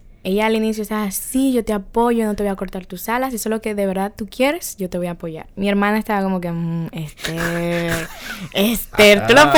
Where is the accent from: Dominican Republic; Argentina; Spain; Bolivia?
Dominican Republic; accent: Dominican; Yo vengo de la República Dominicana. Pero déjeme decirle que muchas personas me dijeron allá en Puerto Rico de que no se siente ya mi acento dominicano.